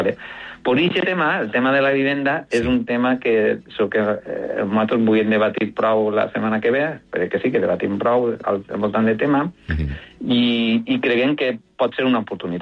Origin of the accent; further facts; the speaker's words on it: L'Olleria, Valencian Community, Spain; que jo soc d'Olleria